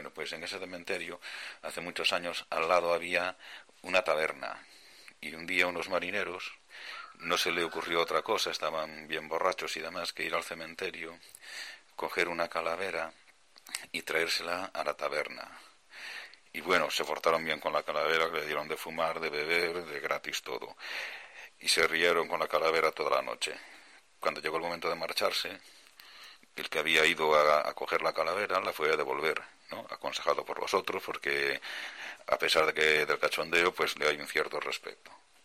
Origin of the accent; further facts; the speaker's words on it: Moaña, Galicia, Spain; en mi pueblo, en Moaña